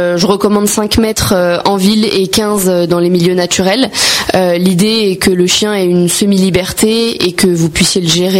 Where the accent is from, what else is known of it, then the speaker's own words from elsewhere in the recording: Beaumont-sur-Oise, Île-de-France, France; je suis valdoisienne, j'habite à Beaumont-sur-Oise, du coup dans le 95.